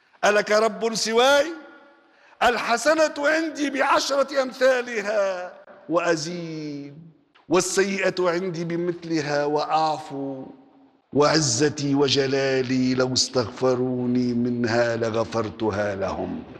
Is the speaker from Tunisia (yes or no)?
yes; Tunisia